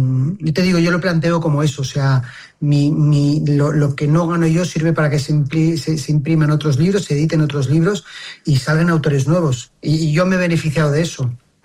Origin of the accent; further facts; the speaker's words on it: Barcelona, Catalonia, Spain; Barcelona es un imperdible 100%, porque además yo soy barcelonés